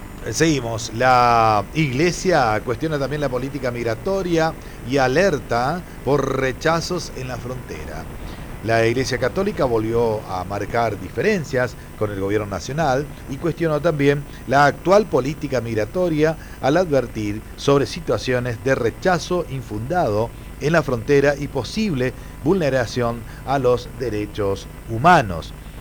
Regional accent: Argentina

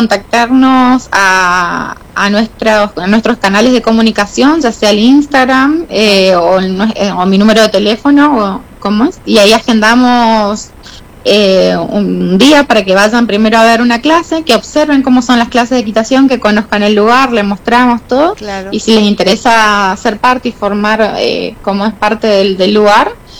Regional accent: Oberá, Misiones, Argentina; born there; moved away; y hace un tiempito decidimos mudarnos a Oberá. Yo nací acá en Oberá. Uh-huh. Así que bueno, después de no haber estado por casi 20 años, volvimos

